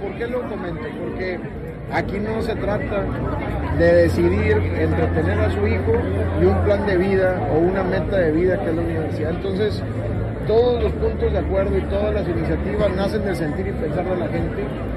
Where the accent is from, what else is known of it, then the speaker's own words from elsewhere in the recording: Villa Unión, Coahuila, Mexico; born there; como pasó en mi pueblo en Villa Unión en 2019